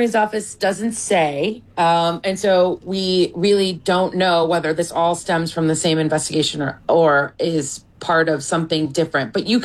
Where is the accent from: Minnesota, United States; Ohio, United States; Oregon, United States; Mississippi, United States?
Ohio, United States; Cleveland; there's a pending case of former Cleveland Guardians players in my hometown of Cleveland, Ohio